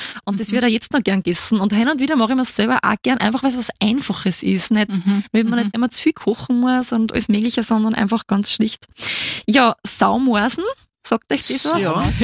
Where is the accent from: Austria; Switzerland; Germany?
Austria; Waldhausen im Strudengau, Upper Austria; ich komme aus dem Mühlviertel, Waldhausen im Strudengau, wunderschönes Fleckchen. Waldhausen im Strudengau, das ist in der Nähe von Krain an der Donau